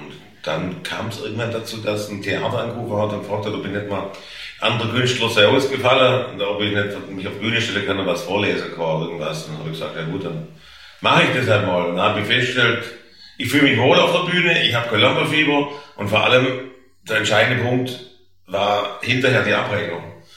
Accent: Stuttgart, Baden-Württemberg, Germany; accent: Swabian

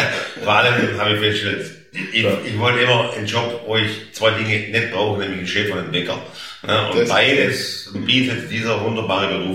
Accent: Stuttgart, Baden-Württemberg, Germany; accent: Swabian; ja, ich komme aus Stuttgart, spreche aber Oxford-Schwäbisch und haben wir schon mal einen Lacher.

